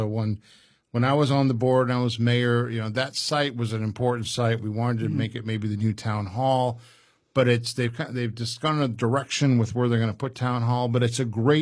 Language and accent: English; Midwest, United States; I grew up in the Midwest.